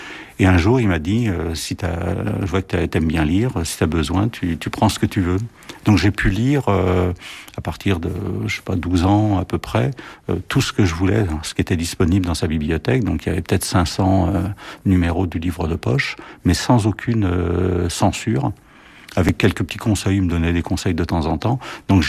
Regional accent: Saint-Denis, Île-de-France, France; j'ai trouvé un travail à Saint-Denis, donc dans ma ville natale

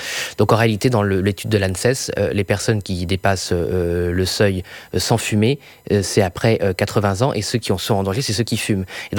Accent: Brittany, France; Vous voyez, moi, je suis breton, je suis superstitieux, donc j'essaie de limiter mes rêves.

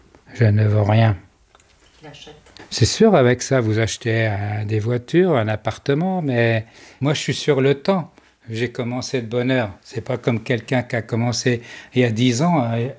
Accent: France; chez nous en France.

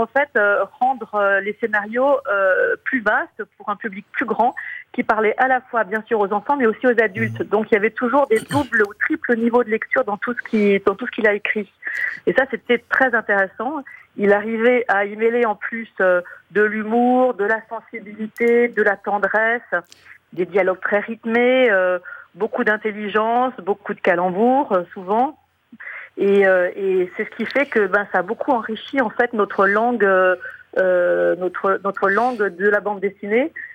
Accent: France

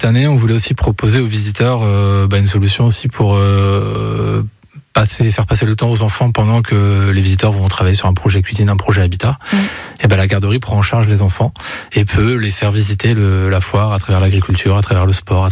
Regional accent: Nantes, Pays de la Loire, France; born there; moved away; moi, je suis Nantais

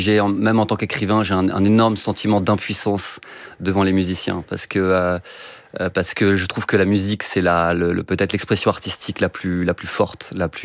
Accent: Brittany, France; Mais bon, justement, en tant que vacancier, moi, je parle pas en tant que Breton, je parle en tant que vacancier.

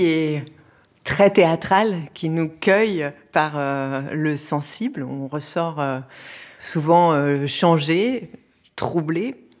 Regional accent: Pisa, Tuscany, Italy; French is a second language; parce que je suis italien, parce que l'opéra est né là aussi, et du coup je suis théâtre, c'est comme une sorte d'identité. Être de Pise, c'est une identité.

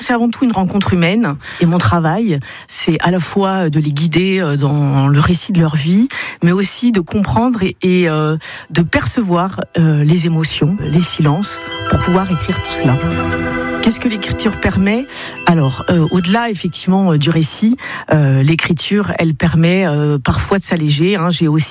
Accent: Parigné-l'Évêque, Pays de la Loire, France; also born or lived in Le Mans; j'ai 50 ans. Je suis née au Mans et j'ai grandi à Parigné-l'Évêque.

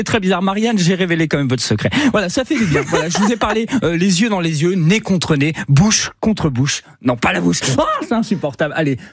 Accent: Corsica, France; comme je suis corse

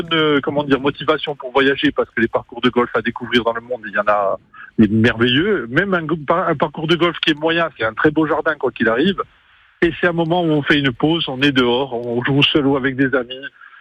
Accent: Corsica, France; Moi, on est ici au Fiumourbe, donc c'est ma région d'origine.

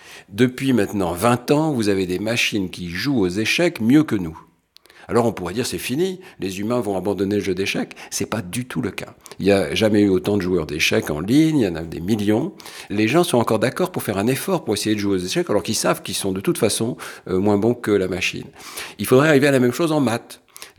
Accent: Roubaix, Hauts-de-France, France; On a parlé au tout départ de mon enfance à Roubaix.

